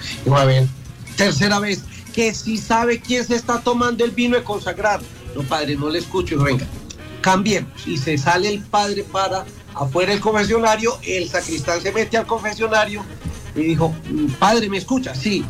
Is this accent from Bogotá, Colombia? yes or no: no; Antioquia, Colombia; Caramanchuma, que es mi pueblo.